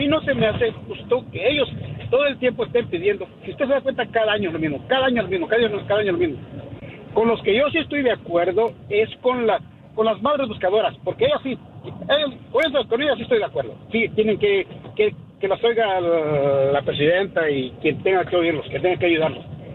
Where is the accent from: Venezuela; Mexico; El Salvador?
Mexico; Oaxaca; yo también soy troquero y soy de Oaxaca